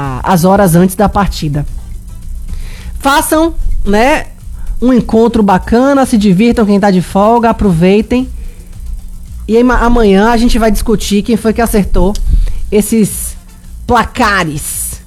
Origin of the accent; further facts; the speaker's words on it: Brazil; Nós somos brasileiros.